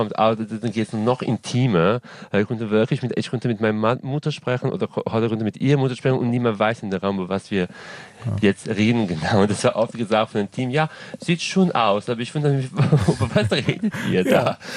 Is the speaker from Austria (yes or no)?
no; Serbia; first language Croatian; German is a second language